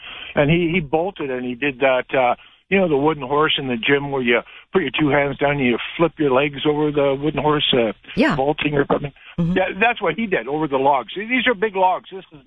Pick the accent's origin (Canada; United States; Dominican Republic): Canada; Vancouver Island, British Columbia; now in Alberta, Canada; I'm in Alberta now, but I was raised, born and raised in Vancouver Island, and I had an encounter with my native buddy.